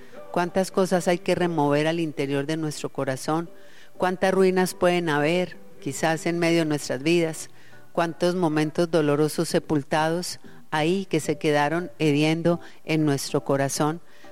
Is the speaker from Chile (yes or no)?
no; Manizales, Caldas, Colombia; moved away; Manizales, de donde yo soy oriunda